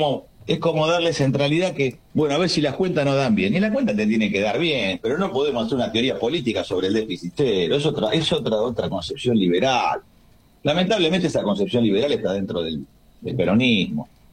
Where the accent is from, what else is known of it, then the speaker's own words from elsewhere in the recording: Argentina; lo que tengo que hacer como buen argentino